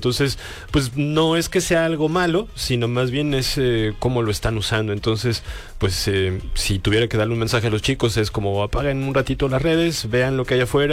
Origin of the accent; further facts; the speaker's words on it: Mexico City, Mexico; now in Los Cabos, Mexico; vivimos en un lugar donde yo vengo de la Ciudad de México, entonces pues nada que ver con la ciudad